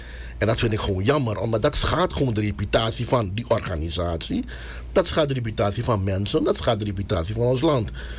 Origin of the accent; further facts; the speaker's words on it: Suriname; met de huidige kennis die wij als Surinamers als collectief hebben.